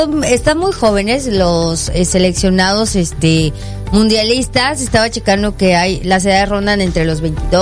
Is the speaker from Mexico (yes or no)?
yes; Mexico; algo que siempre hemos mencionado como mexicanos